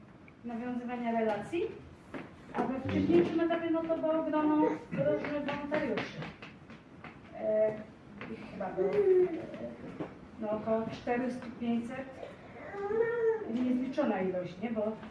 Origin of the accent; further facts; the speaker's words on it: Łódź, Łódź Voivodeship, Poland; No i tata pojechał do Łodzi, bo jestem z Łodzi.